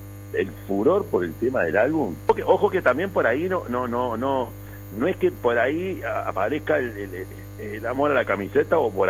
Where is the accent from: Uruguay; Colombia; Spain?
Uruguay; A nosotros nos llevó muchos años como uruguayos tomarle el gusto